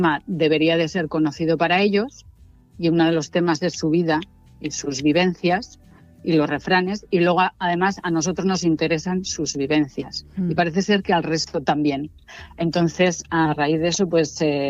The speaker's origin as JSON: {"language": "Spanish", "town": "Piloña", "region": "Asturias", "country": "Spain", "said": "yo soy de Piloña, mi familia es de Piloña, y da la casualidad que empecé a cuidar a unos vecinos de mi abuela."}